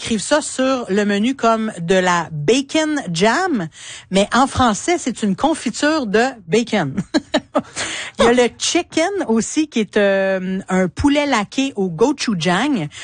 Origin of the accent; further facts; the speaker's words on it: Quebec, Canada; notre identité en tant que Québécois.